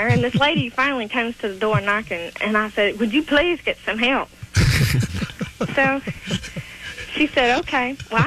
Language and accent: English; Kansas, United States; when I grew up in Kansas, they have little towns around there